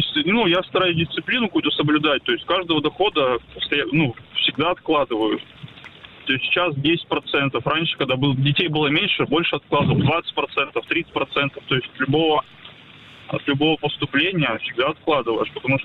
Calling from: Yaroslavl, Yaroslavl Oblast, Russia; Я из Ярославля, правда, не из Барнаула

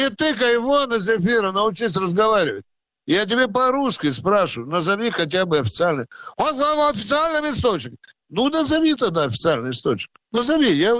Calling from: Stavropol, Stavropol Krai, Russia; из Ставрополя.

